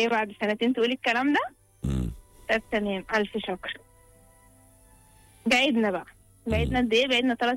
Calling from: Beni Suef, Beni Suef Governorate, Egypt; انا من بني سويف

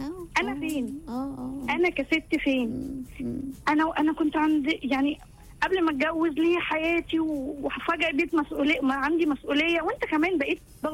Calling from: Maadi, Cairo Governorate, Egypt; من المعادي.

